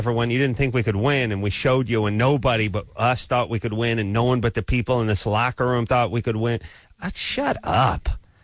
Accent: St. Louis, Missouri, United States; Well, I'm from St. Louis.

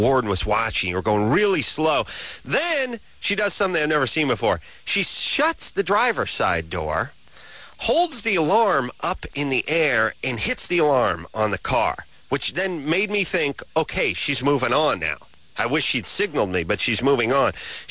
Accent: North Hollywood, California, United States; My hometown, NoHo.

